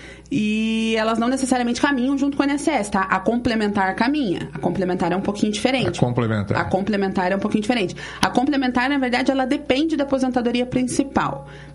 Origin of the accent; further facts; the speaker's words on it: Curitiba, Paraná, Brazil; born there; Eu nasci em Curitiba.